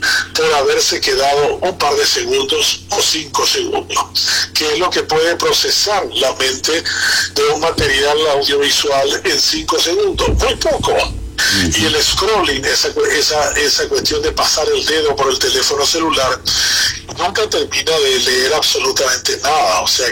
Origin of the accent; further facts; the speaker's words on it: Paraguay; nosotros en base estructural los paraguayos